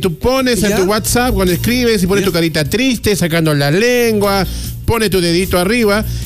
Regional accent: Argentina; now in Peru; en mi país, cada vez que es el mes patrio de Argentina

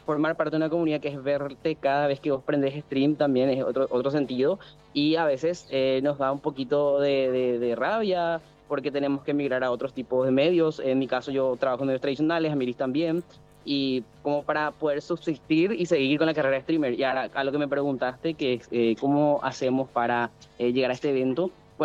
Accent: Paraguay; somos streamers de Paraguay

